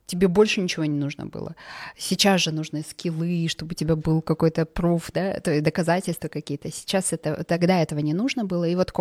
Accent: Zhanarka, Karaganda Region, Kazakhstan; я типичная провинциальная девочка. То есть это человек... Мы из Жанарки, с Карагандинской области. Это даже Джасказганская область. Мы из маленького поселка.

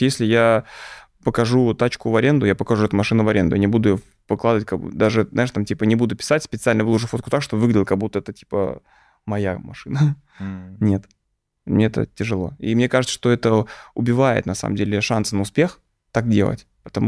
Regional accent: Moscow, Russia; Я же из Люблино парень, из Новокосино. Типа, я ходил в обычную общедательную школу

